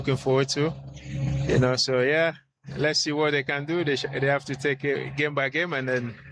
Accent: Ghana; And so, of course, you know, as a Ghanaian and as a nation, they're expecting the boys

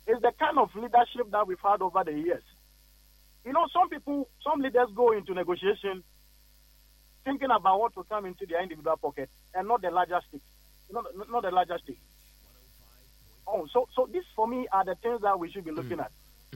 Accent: Ghana

